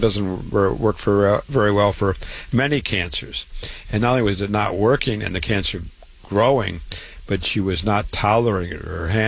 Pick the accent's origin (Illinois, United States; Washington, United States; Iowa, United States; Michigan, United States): Iowa, United States; Waterloo; I was born and raised in Waterloo, Iowa.